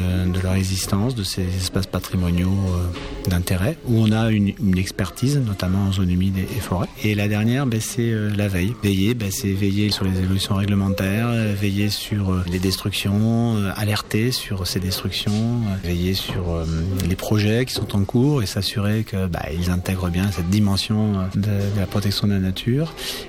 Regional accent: Brittany, France; moved away as an adult; Moi, je suis arrivé de Bretagne en 97, le 2 janvier 97, on s'est installé ici.

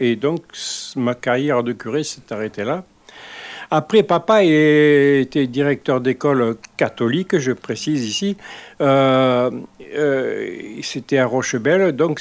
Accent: Barjac, Occitanie, France; Je suis donc typiquement local. Je suis né à Barjac, dans le Gard, dans le château de Barjac. Papa était directeur de l'école qui était dans le château.

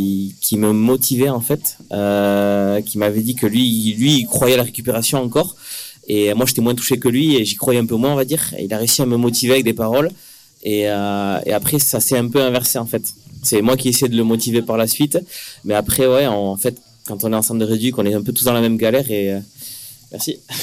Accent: Bayonne, Nouvelle-Aquitaine, France; j'ai 33 ans, je viens du Pays Basque, à Bayonne, et je suis parasportif de haut niveau en parasurf et en parapelote basque.

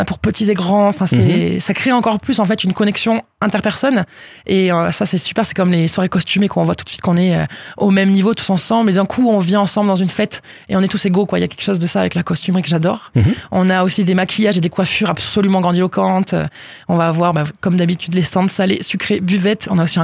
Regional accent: Salles-sur-Garonne, Occitanie, France; born or raised there

